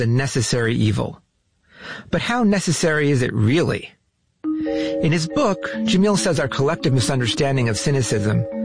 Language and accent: English; New York, United States; I was raised in New York